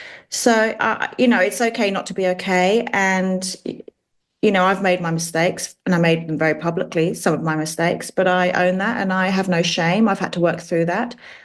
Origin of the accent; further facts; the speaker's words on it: London, United Kingdom; He didn't live in England when we were growing up in London.